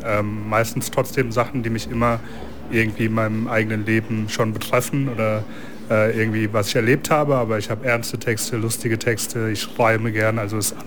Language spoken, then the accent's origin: German; Landau, Rhineland-Palatinate, Germany; Ich komme aus Landau in der Pfalz.